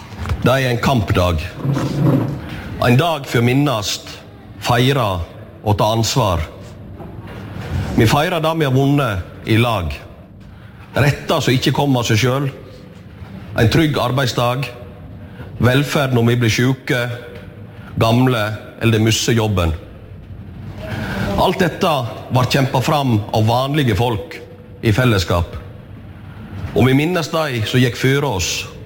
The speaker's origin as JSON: {"language": "Norwegian", "town": "Solvorn", "region": "Vestland", "country": "Norway", "tie": "born or raised there", "said": "Første livåret mitt da vokste jeg opp i Solvården. Far min var lensmannsdrenger inne."}